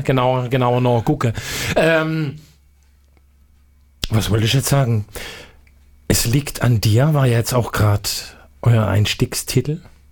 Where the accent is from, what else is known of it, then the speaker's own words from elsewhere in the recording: Swabia, Germany; moved away; Also ich glaube, dann fange mal ich als ursprüngliche Schwäble mit dem Monomerisch gar nicht, mit dem Badische gar nicht richtig